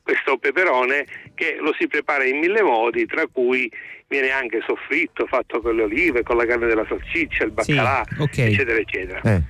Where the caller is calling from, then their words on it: Calabria, Italy; noi qui al mio paese